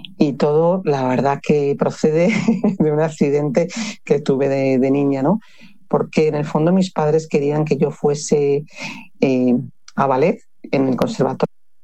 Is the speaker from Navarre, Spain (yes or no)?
yes; Pamplona, Navarre, Spain; Asocio mi infancia, que yo vivía en Pamplona cuando era niña